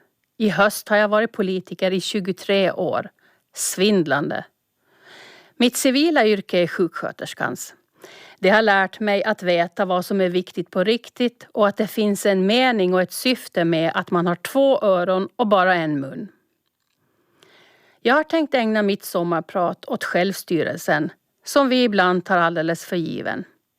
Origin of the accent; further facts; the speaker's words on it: Åland, Åland Islands; Jag är född och uppvuxen med en fot i stan och den andra i skärgården. Jag känner mig som stadsbo och skärgårdsbo på samma gång.